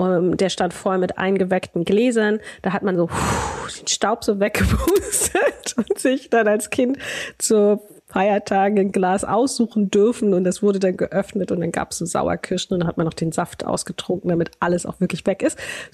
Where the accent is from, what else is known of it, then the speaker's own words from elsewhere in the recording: Germany; Aufgewachsen auf dem Land in der DDR